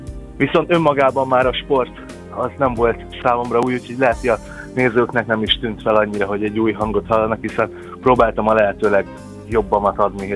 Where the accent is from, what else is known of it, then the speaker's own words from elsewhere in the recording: Pest, Hungary; now in Budapest, Hungary; azért Cegléd közelében nőttem fel, és azért... kötődésem is